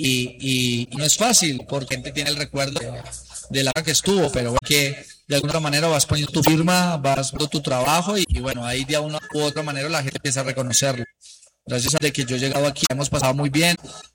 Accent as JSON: {"language": "Spanish", "region": "Bogotá", "country": "Colombia", "said": "Mi familia es simplemente santafereña, soy bogotano."}